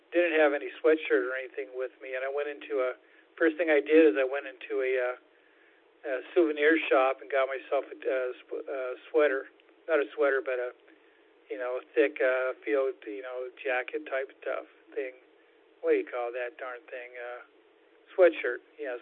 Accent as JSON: {"language": "English", "town": "Seattle", "region": "Washington", "country": "United States", "tie": "born or raised there", "said": "I grew up in Seattle, by the way"}